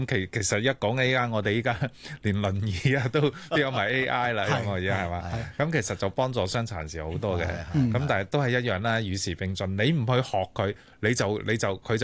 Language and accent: Cantonese; Hong Kong